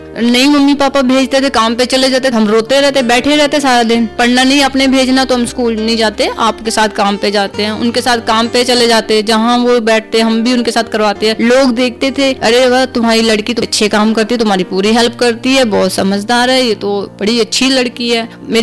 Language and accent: Hindi; Amritsar, Punjab, India; born there; जी मेरा जन्म अमृतसर में हुआ है, और हालात ऐसे हो गए थे कि बचपन का तो पता ही नहीं चला